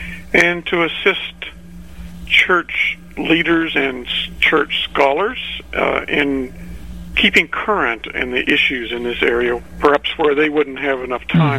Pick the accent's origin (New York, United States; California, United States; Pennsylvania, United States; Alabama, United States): California, United States; So when you ask, where did you grow up? Well, mainly in California somewhere, but not necessarily in any one place.